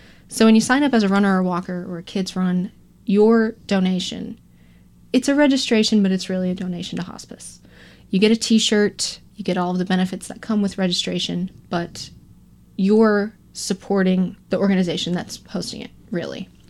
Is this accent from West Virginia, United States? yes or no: no; Cooperstown, New York, United States; moved away as an adult; now in Martha's Vineyard, United States; I actually just moved here. From? Upstate New York. Whereabouts? Cooperstown.